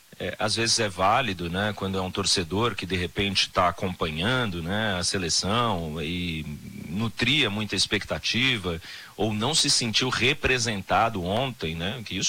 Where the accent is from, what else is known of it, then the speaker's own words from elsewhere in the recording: Brazil; Então, eu sou brasileiro e agora é o meu momento aqui de ter minha autoestima revigorada, ter a minha identificação com uma das coisas mais importantes do nosso país, né?